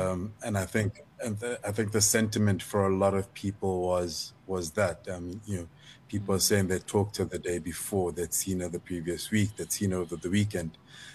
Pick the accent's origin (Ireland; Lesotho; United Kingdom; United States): Lesotho; growing up in Lesotho in a particular time